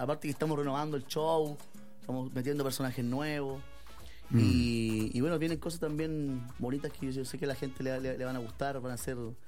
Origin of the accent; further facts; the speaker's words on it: Lota, Biobío, Chile; born there; now in Santiago, Chile; Acá partimos en Lota, mi mamá vive en Coronel. Y yo vivo en Santiago, pero vengo siempre para acá.